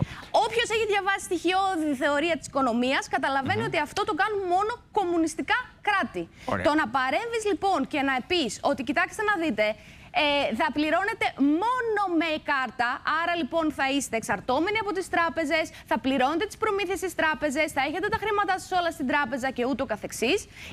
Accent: East Macedonia and Thrace, Greece; από το χωριό που είμαι από τον Εύρο

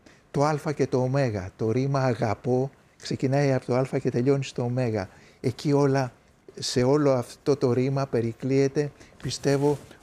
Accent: Greece; Είμαστε μια κοινωνία, είμαστε ένα σύνολο σαν Έλληνες, σαν Ευρωπαίοι, σαν παγκόσμιοι άνθρωποι

